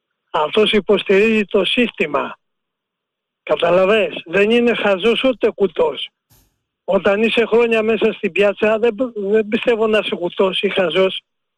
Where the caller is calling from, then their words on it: Greece; γιατί είμαι Έλληνας, γεννημένος Έλληνας.